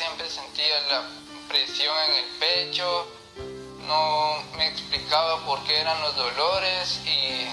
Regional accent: Tapachula, Chiapas, Mexico; now in Guatemala; tengo 23 años, vengo de Tapachula, estoy viviendo acá en Guatemala.

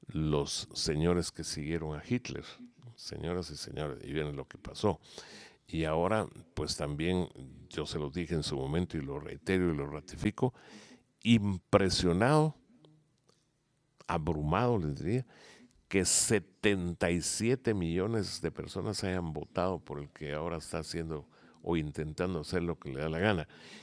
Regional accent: Guatemala; Todo el año tendremos que ser nacionalistas si nos sentimos guatemaltecos realmente de manera constante

